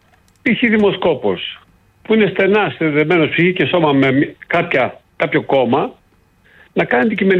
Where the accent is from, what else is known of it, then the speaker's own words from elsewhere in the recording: Athens, Attica, Greece; now in Palaio Faliro, Greece; Που μεγάλωσα εγώ στη Μελεάγρου.